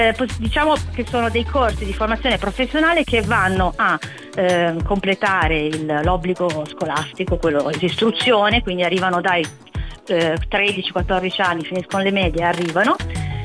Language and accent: Italian; Southern Italy, Italy; Intanto vabbè, è il mio paese, ma non è il mio vero paese, perché io Terrona sono, Terrona resto, però vabbè.